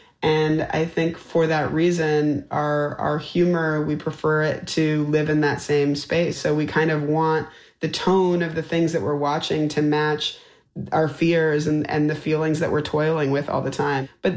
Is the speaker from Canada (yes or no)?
yes; Canada; Hello, my friends! I am Canadian!